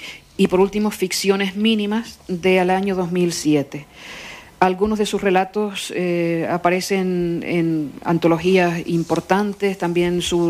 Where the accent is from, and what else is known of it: Canary Islands, Spain